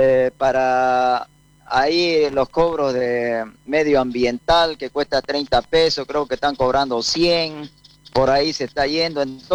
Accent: Montero, Santa Cruz, Bolivia; yo soy montereño y lo quiero, pues, a mi población, ¿no? Entonces, quiero a mi terruño.

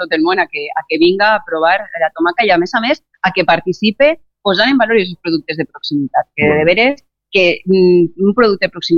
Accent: Alcoy, Valencian Community, Spain; Jo sóc alcoiana

